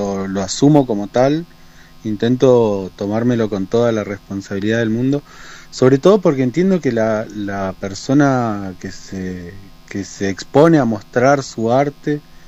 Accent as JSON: {"language": "Spanish", "town": "Chos Malal", "region": "Neuquén", "country": "Argentina", "tie": "born there", "moved": "yes", "lives_now": "Plottier, Argentina", "said": "soy nacido en Chosmalal, allá en el norte neuquino, pero ya hace varios años que vivo por acá, por el valle, específicamente acá en Plotier."}